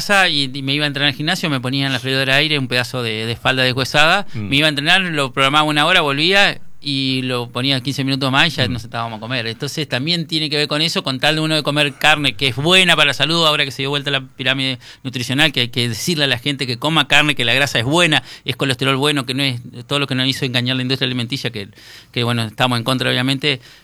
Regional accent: Viale, Entre Ríos, Argentina; born there; al lado de mi casa, donde yo nací, estaba Joaquín Scione, que era un fiel trabajador para la cooperadora de salón parroquial de Viales, de la iglesia Santa Ana

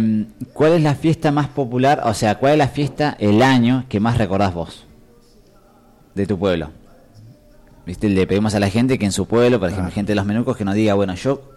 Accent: Sierra Colorada, Río Negro, Argentina; acá la gente de Sierra Colorada, porque somos de Sierra Colorada los cuatro

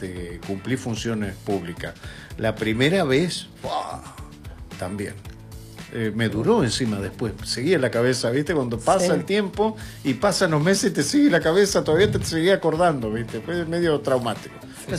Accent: Tucumán, Argentina; ¿Viste? No, todos próceres salimos de Tucumán.

